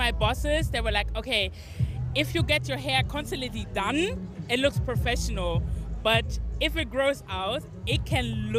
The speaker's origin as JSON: {"language": "English", "country": "Germany", "tie": "born or raised there", "said": "I feel like, for me, I grew up in Germany."}